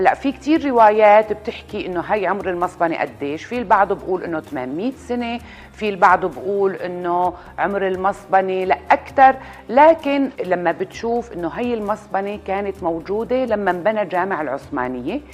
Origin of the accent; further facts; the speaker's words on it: Aleppo, Aleppo Governorate, Syria; انا بشوف هذا جزء من التراث اللامادي لمدينتي اللي بيستاهل يستمر، قصه الصابون الغار الحلبي.